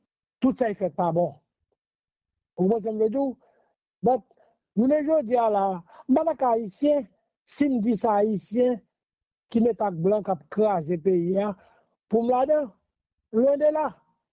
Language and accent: French; Haiti; moi même je suis haïtien moi mais Haïti moi mes pays